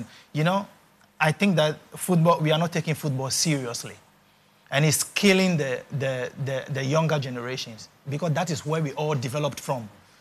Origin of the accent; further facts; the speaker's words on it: Ghana; I'm not gonna sit here and pretend like because I'm a Ghanaian and I wouldn't tell the truth.